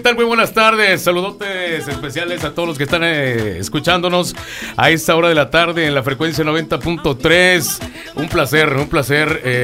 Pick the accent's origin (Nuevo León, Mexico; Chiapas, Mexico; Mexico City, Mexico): Chiapas, Mexico; Comitán de Domínguez; De la ciudad de Domínguez, ciudad de las nueve estrellas y de las mujeres bellas.